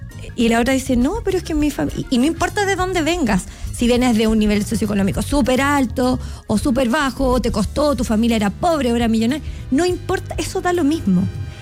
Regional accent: southern Chile, Chile; yo que vengo del sur de Chile

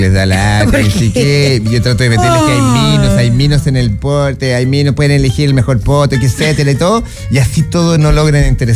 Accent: Argentina; now in Chile; yo soy argentino

